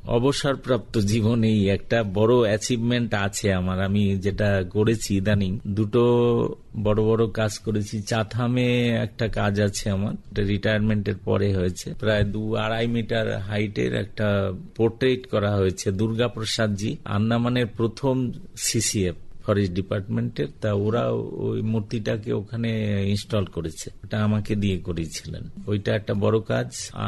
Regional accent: Ramnagar, West Bengal, India; born there

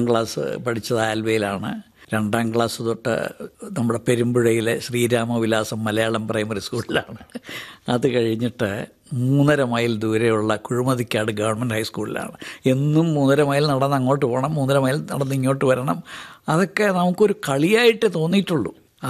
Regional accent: Aluva, Kerala, India; born there; also born or lived in Kundara / Thiruvananthapuram; ഞാൻ ജനിച്ചത് കുണ്ട്രയിലാണ്, വളർന്നത് ആലുവയിലാണ്. അച്ഛൻ അവിടെയായിരുന്നു ജോലി. അത് കഴിഞ്ഞിട്ട് വീണ്ടും കുണ്ട്രയിൽ വന്നു. 1954 തിരുവനന്തപുരത്ത് വന്നു.

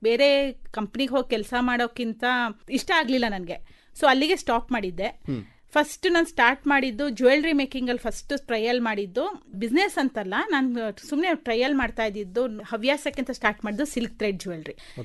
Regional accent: Mysore, Karnataka, India; ನಾವು ಮೈಸೂರಿನವರೇ ಸರ್.

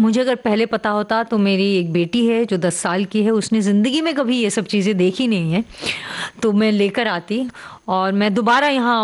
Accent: Delhi, India; born there; moved away; also born or lived in Pune / Japan / Kenya; दिल्ली में उस माहौल में मैं पली बड़ी

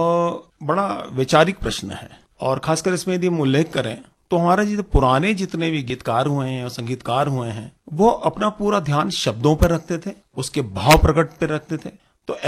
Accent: Indore, Madhya Pradesh, India; मैं इंदौर के निवासी हूँ और मालवा क्षेत्र आपको मालूम है कि हमारी मीठी बोली के लिए बड़ा प्रसिद्ध है।

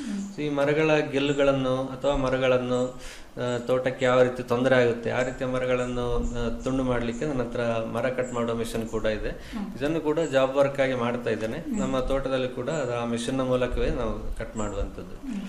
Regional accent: Dakshina Kannada district, Karnataka, India; ನಮ್ಮ ದಕ್ಷಿಣ ಕನ್ನಡ ಜಿಲ್ಲೆಯಲ್ಲಿ

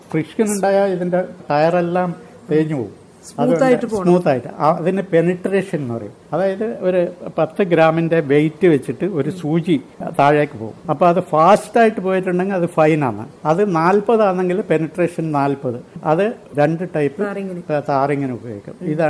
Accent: Kerala, India; Chennai petroleum Madras refineries തന്നെ, പക്ഷേ തമിഴല്ല, ഞാൻ മലയാളിയാണ്.

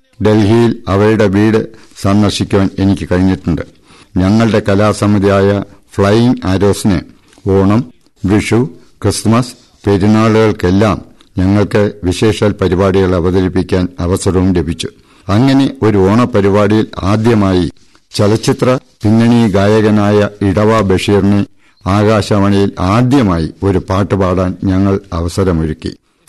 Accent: Chirayinkeezhu, Kerala, India; എന്റെ ഗ്രാമം തിരുവനന്തപുരം ജില്ലയിലെ ചിറയിൻകീഴാണ്.

